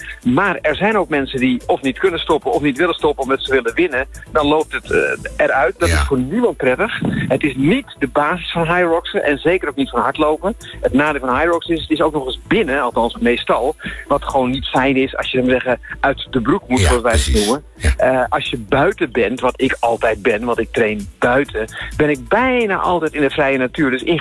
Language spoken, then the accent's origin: Dutch; Amsterdam, North Holland, Netherlands; Ik trek mij zo min mogelijk van stoplichten aan, want ik ben opgegroeid in Amsterdam.